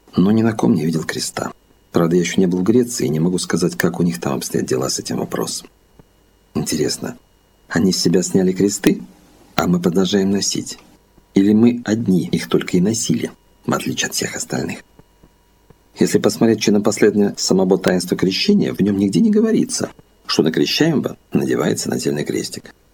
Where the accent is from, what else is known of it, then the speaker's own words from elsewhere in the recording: Russia; У меня что, на лице написано, что я из России?